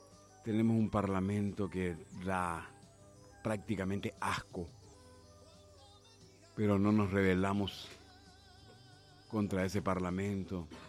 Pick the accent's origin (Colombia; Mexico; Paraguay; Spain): Paraguay; Somos conformistas los paraguayos.